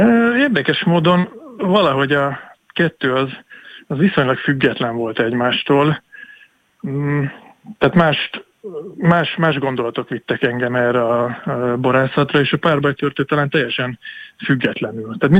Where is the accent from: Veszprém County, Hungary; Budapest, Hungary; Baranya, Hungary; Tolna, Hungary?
Veszprém County, Hungary; Tapolca; Tapolcán nőttem föl, és a ház, ahol cseperedtem, annak az ablakából a Szentgyörgyhegyre láttam rá direktbe.